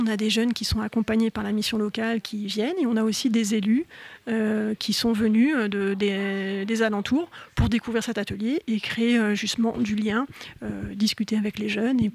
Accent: Metz, Grand Est, France; D'ailleurs, moi, je viens de Metz. Je suis venue en train ce matin

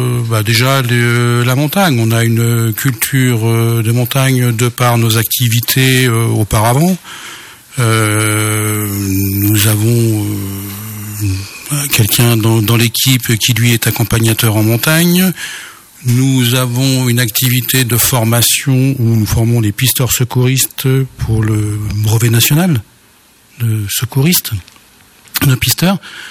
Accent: Mulhouse, Grand Est, France; moi je viens de la banlieue de Mulhouse.

